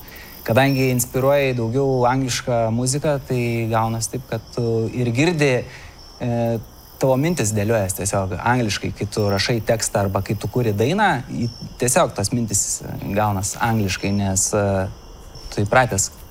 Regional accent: Šiauliai, Šiauliai County, Lithuania; Tai Šiauliai visada buvo namais ir mes visada pabrėžėm iš tikrųjų, kad mes esam iš Šiaulių, todėl kad mums tai yra svarbu, mums tas miestas yra svarbus ir mes ten galų galiai repetuojam, ten mūsų tokia kaip ir namai

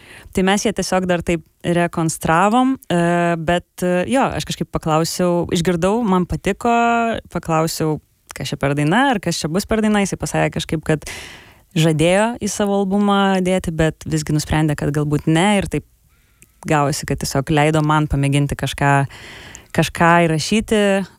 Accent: Klaipėda, Klaipėda County, Lithuania; kad aš iš Klaipėdos ir taip ir gimė ta mintis kažkur pasąmoningai

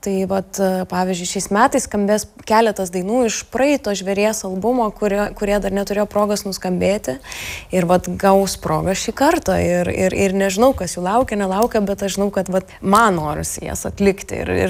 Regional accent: Birštonas, Kaunas County, Lithuania; norėčiau savo gimtajame mieste turėti vietą grįžti, kas nebūtų pas tėvus. Tai vat galvoju, kad gal tokia svajonė būtų kažkada turėti kažkokią vietą Birštone

